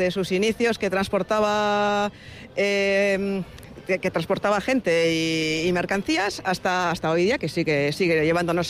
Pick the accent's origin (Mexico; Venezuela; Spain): Spain; Trapagaran, Basque Country; Y es mi funi, como digo yo, ¿no? Es mi pueblo y contenta, la verdad.